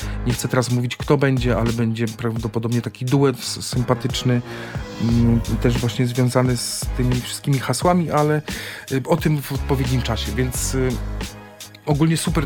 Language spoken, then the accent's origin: Polish; Łódź, Łódź Voivodeship, Poland; born or raised there